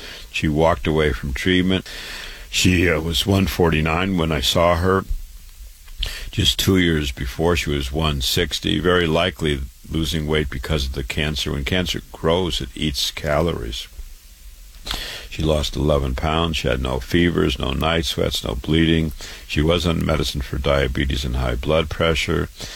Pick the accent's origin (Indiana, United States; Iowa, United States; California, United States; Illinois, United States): Iowa, United States; Waterloo; I was born and raised in Waterloo, Iowa.